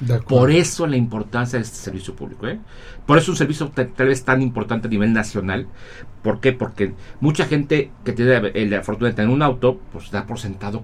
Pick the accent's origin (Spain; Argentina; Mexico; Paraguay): Mexico; así vivimos en un promedio como mexicanos.